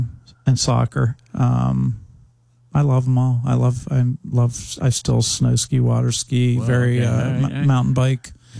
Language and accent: English; Pittsburgh, Pennsylvania, United States; moved away as an adult; how can you not be a fan growing up in Pittsburgh in the 70s and 80s?